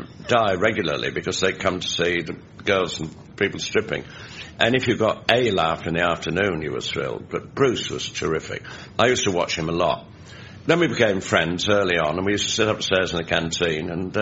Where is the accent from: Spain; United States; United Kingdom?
United Kingdom; Leeds, Yorkshire and the Humber; born or raised there; moved away